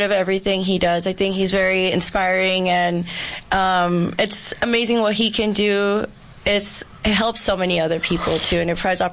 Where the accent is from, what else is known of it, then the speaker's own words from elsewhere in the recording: Los Angeles, California, United States; moved away; I'm originally from California.